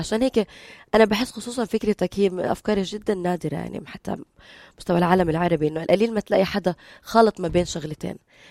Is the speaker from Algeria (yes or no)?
no; Jordan